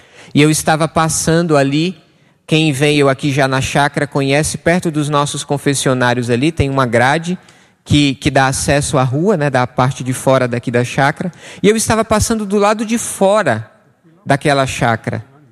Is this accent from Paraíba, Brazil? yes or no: yes; Paraíba, Brazil; now in São Paulo, Brazil; eu sou lá da Paraíba